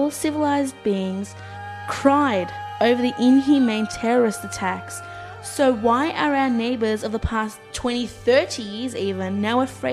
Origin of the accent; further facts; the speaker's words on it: Australia; born there; I was born in Australia. My first words were spoken in Australia, and I am an Australian.